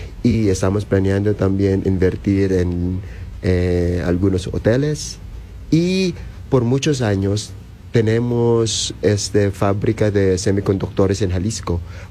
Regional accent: Philippines; Spanish is a second language; moved away as an adult; now in Mexico

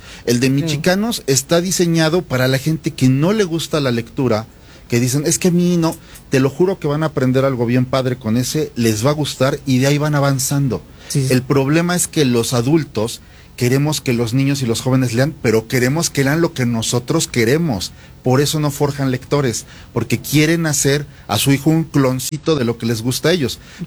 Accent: Mexico; Y somos los únicos mexicanos que han sido invitados a ese festival por un proyecto independiente, porque les encantó cómo hacemos cosas con cultura mexicana.

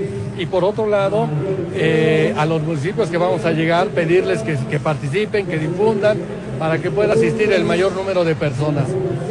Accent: Pachuca, Hidalgo, Mexico; Yo soy de Pachuca, Hidalgo, yo soy hidalguense, he vivido toda mi vida aquí

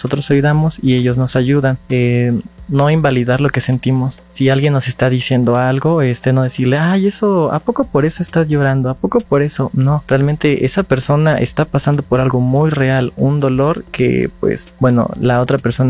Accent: Mexico; como mexicanos vamos a crecer

